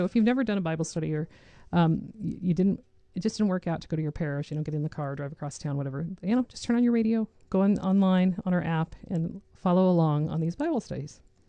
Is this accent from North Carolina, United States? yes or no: no; Jerome, Idaho, United States; I grew up in Jerome.